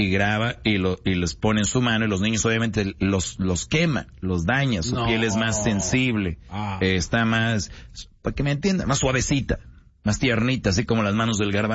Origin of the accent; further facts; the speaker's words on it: Monterrey, Nuevo León, Mexico; yo de niño en Monterrey sí jugábamos con eso, pero era nosotros iniciativa.